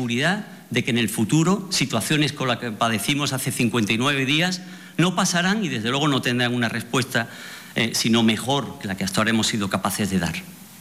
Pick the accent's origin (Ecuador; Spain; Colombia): Spain; Ceuta; Yo soy un ceutí, por así decirlo, de la diáspora.